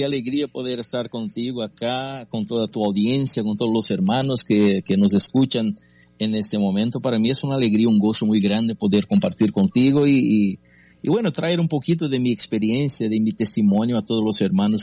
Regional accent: Brazil; first language Portuguese; Spanish is a second language; yo soy brasileño, ¿verdad? Claro. Yo hablo portugués y este es mi país, Brasil.

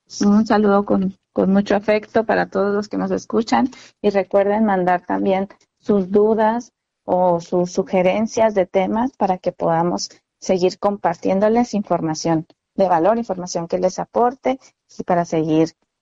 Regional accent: Ciudad Juárez, Chihuahua, Mexico; nuestra sociedad juarense

